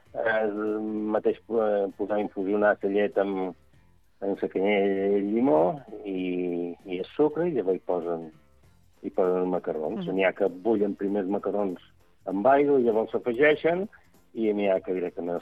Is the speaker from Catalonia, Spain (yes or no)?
no; Santa Eulària des Riu, Balearic Islands, Spain; jo som de Sant Eulari, no som de Sant Joan